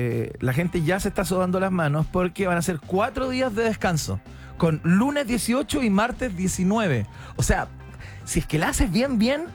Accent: Chile; somos chilenos promedio y eso está muy en el alma criolla

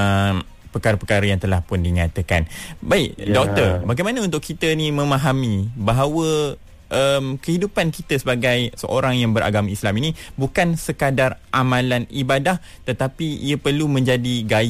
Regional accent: Johor, Malaysia; Jati Johor, tapi bila tengok orang Kedah ni, orang kata cukup-cukup dekat jugalah dengan hati saya sebab keluarga pun ada yang berada di negeri Kedah juga.

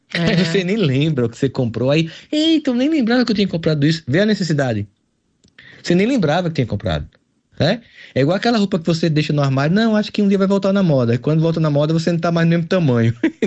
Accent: Campina Grande, Paraíba, Brazil; mas eu sou de Campina Grande, porque eu sou paraibano.

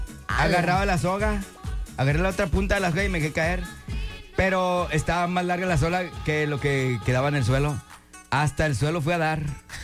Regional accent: San Pedro Tlaquepaque, Jalisco, Mexico; born there; afuera del departamento donde vivíamos ahí en la ciudad de Tlaquepaque

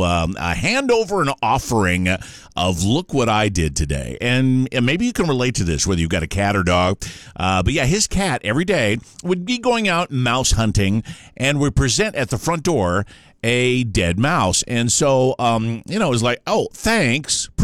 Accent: Rapid City, South Dakota, United States; my hometown out in Rapid City, South Dakota

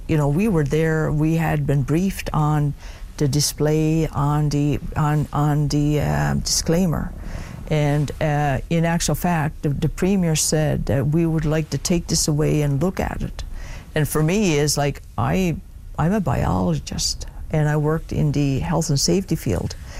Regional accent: Makkovik, Newfoundland and Labrador, Canada; I'm from Northern Labrador. I'm born and raised in Mokovic. I am a member of Nunatsivut Inuit. I'm mixed heritage. But I consider myself as Indigenous.

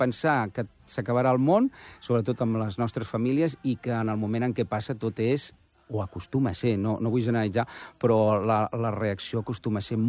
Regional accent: Barcelona, Catalonia, Spain; del 86, a la Vila de Barcelona, i vivia en un barri del qual jo ara n'estic exiliat. Jo sempre dic que sóc un exiliat del Poble Nou.

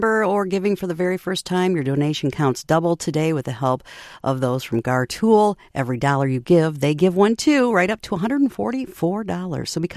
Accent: Houghton Lake, Michigan, United States; I'm going to call out my hometown of Houghton Lake and see if we can get them on the board here today.

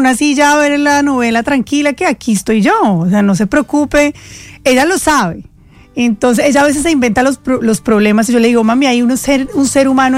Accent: Eje Cafetero, Colombia; moved away; nosotras las familias cafeteras, las familias también colombianas

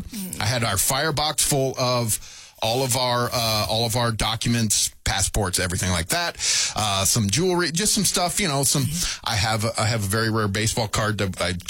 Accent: West Coast, United States; And growing up in the West Coast, I mean

